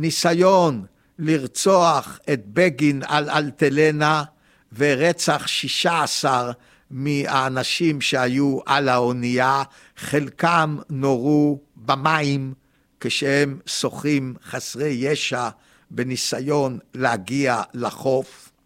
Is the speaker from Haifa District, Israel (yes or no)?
no; Tel Aviv, Tel Aviv District, Israel; אני גדלתי בצפון תל אביב, כאילו האזור יחד עם עוד כמה הכי מסגשגים והכי טובלים בכל טוב